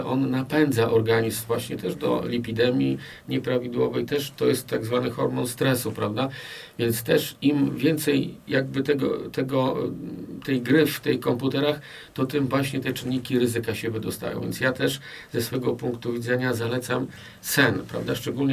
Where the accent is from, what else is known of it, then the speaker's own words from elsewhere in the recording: Białystok, Podlaskie Voivodeship, Poland; dlatego że ja jestem w ogóle z Antoniuka, gdzie kiedyś był taki boisko włókniarza